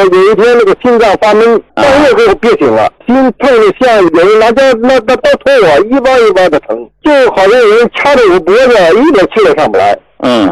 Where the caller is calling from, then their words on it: Hebei, China; 我家是河北的，